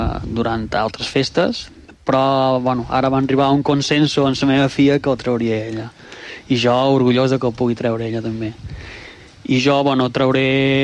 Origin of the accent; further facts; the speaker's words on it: Maó, Balearic Islands, Spain; jo som de Mo